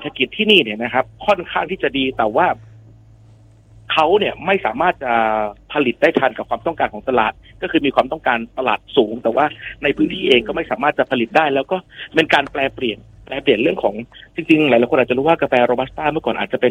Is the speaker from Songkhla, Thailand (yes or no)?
yes; Na Mom, Songkhla, Thailand; ผมเองเนี่ยเป็นคนสงขลาเป็นคนอำเภอนาหม่อม